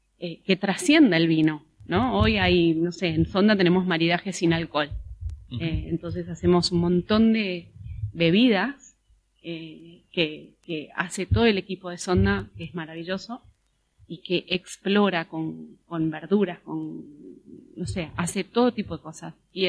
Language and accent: Spanish; Mendoza, Argentina; yo soy muy fan de Mendoza y arraigada de Mendoza